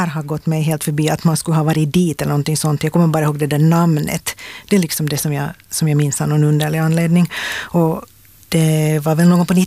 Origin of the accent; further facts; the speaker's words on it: Ingå, Uusimaa, Finland; kanske jag är från Ingo själv. Och eftersom jag gick i skola i Karis, då högstadiet, gymnasiet